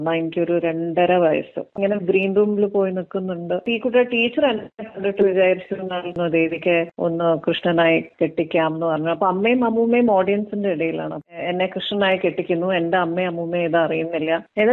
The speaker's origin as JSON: {"language": "Malayalam", "region": "Dubai", "country": "United Arab Emirates", "tie": "born or raised there", "said": "ഞാൻ ജനിച്ചു വളർന്ന ദുബായിലാണ്."}